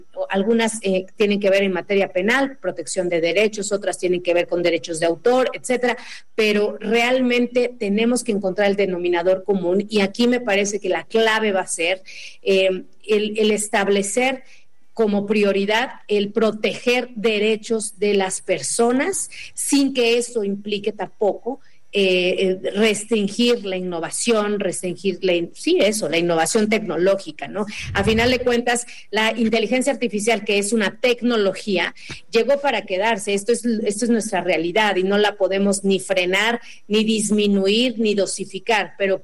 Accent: Oaxaca, Mexico; en estados como Oaxaca, de donde yo soy, bueno, con una gran diversidad cultural, lingüística, comunitaria

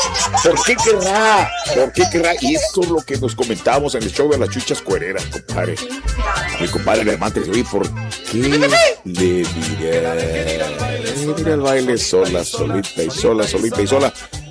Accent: Mexico

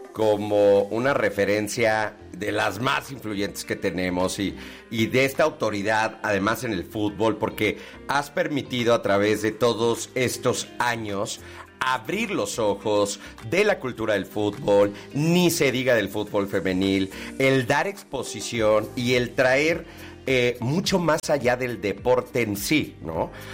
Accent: Mexico; hay una responsabilidad como mexicanos, hay una responsabilidad como anfitriones.

